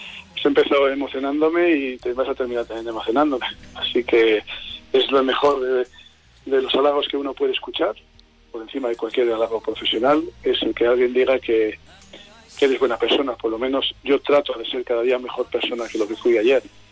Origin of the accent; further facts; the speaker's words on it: Haro, La Rioja, Spain; moved away; a mi pueblo, Haro.